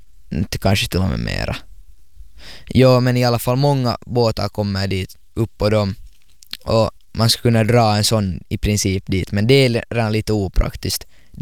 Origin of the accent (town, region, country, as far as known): Finland